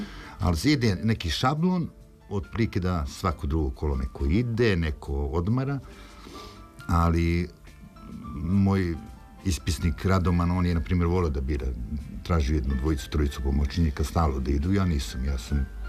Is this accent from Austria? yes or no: no; Serbia; Bilo je zanimljivih događaja u svetu jedino kad mi, kao Srbi, otputujemo negde na moru